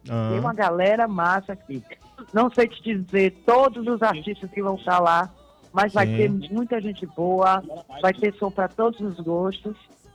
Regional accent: Itabuna, Bahia, Brazil; born there; also born or lived in Salvador / Rio de Janeiro; é Itabuna, sul da Bahia. A minha segunda casa é Salvador, né?

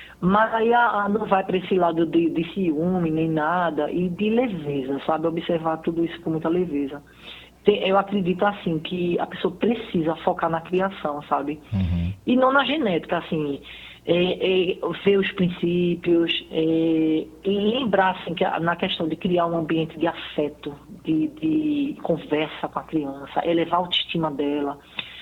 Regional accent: Recife, Pernambuco, Brazil; moved away as an adult; now in Gravatá, Brazil; eu sou de Recife e vim morar em Gravatá, já estou aqui há 10 anos.

